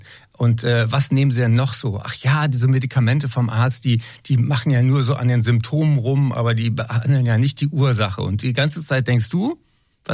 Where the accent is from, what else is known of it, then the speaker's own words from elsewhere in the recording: Berlin, Germany; Ich habe eben welche getroffen, zum Beispiel Victoria in Berlin, meiner Heimatstadt.